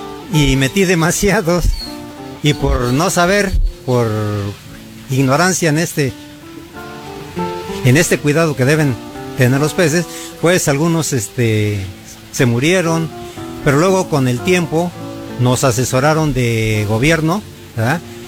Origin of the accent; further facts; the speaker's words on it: San Bartolo Tutotepec, Hidalgo, Mexico; somos originarios de aquí de San Bartolo, Tutotepec. Somos nacidos aquí en la colonia industrial, la calle 16 de enero, número 20